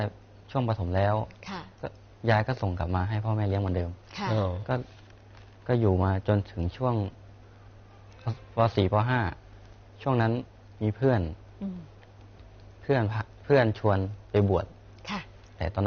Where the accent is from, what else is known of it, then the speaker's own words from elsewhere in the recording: Chiang Saen, Chiang Rai, Thailand; ภูมิลำเนาอยู่ที่เชียงเซาเกิดและโตที่นั่นเลยครับ